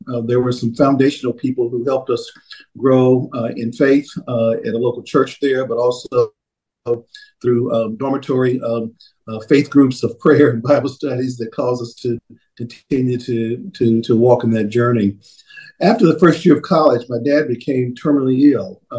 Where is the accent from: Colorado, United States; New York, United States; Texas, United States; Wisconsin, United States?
Texas, United States; Dallas; I grew up in Dallas, Texas, the son of a shoe repairman by day and a janitor by night.